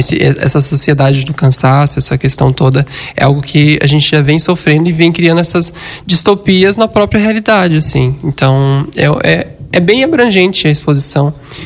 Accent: Brazil; A gente também, sendo brasileiro, quem não cresceu assistindo um Gugu no televisão ali no domingo

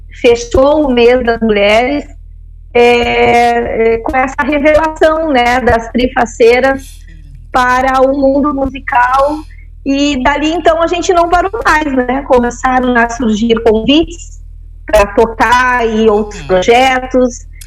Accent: Dom Pedrito, Rio Grande do Sul, Brazil; now in Pelotas, Brazil; O meu pai, ele era gaiteiro lá em Dom Pedrito, onde eu me criei, onde eu tenho laços ainda muito profundos, né, com o local.

